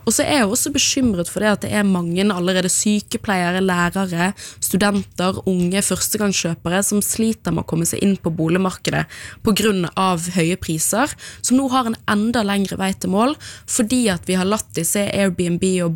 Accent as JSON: {"language": "Norwegian", "town": "Bergen", "region": "Vestland", "country": "Norway", "said": "Og jeg er selv fra Bergen sentrum"}